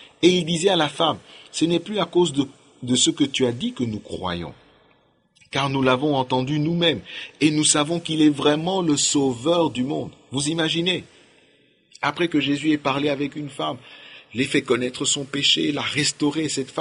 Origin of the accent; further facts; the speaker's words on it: Kinshasa, DR Congo; je suis congolais